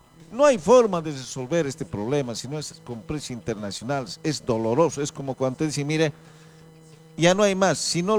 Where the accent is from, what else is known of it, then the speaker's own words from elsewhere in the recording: Bolivia; Yo estoy como ciudadano boliviano